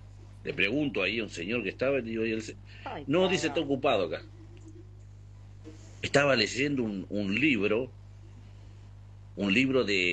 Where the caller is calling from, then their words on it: General Belgrano, Buenos Aires Province, Argentina; Un saludo desde acá, de General Belgrano. Acá estamos recién llegados al rancho